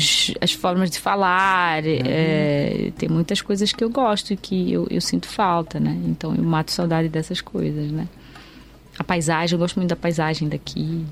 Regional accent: Mozambique; Mas eu sou muito moçambicana, moçambicana ferrenha, ferrenha.

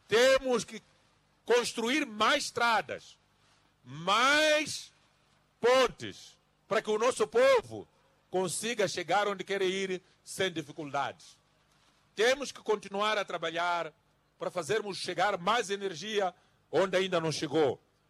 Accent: Mozambique; todos nós, como moçambicanos, temos que nos unir do Ruvuma ao Maputo, do Zumbo ao Índico

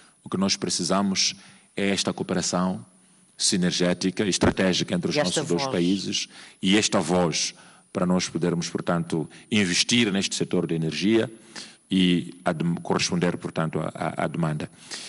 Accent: Mozambique

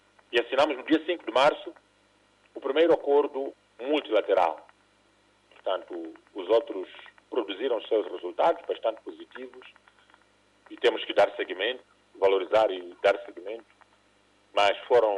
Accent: Mozambique; Somos todos irmãos, moçambicanos

